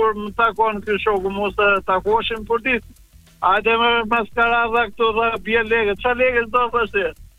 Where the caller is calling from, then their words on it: Elbasan, Elbasan County, Albania; Jam një shofer nga Elbasani.